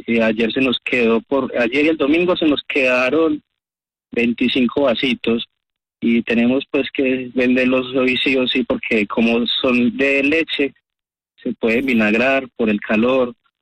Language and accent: Spanish; Marinilla, Antioquia, Colombia; now in Roncesvalles, Colombia; Sí, nosotros somos de Marinilla, sino que estamos acá.